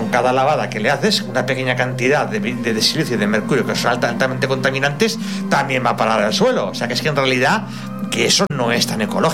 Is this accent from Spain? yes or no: yes; Aragon, Spain; En mi pueblo iban a poner un parque eólico, pero al final no nos libramos, pero como está la laguna de Gallo Canta al lado